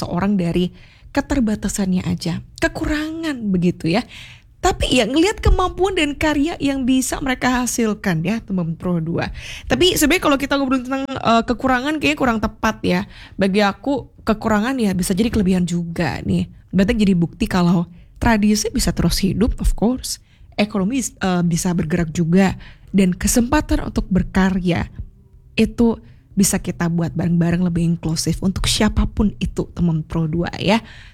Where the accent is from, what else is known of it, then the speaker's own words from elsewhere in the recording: Bali, Indonesia; Tapi kamu kalau kita orang Bali yang ngomongnya cek kerosoan dengang gitu ya.